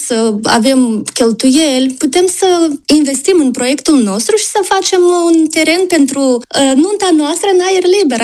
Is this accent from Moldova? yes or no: yes; Moldova; now in United States; oricum avem un gol care l-am lăsat de când am plecat din Republica Moldova.